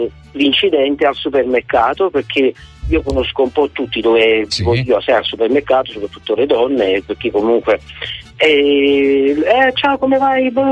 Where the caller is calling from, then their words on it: Frankfurt, Hesse, Germany; da Francoforte.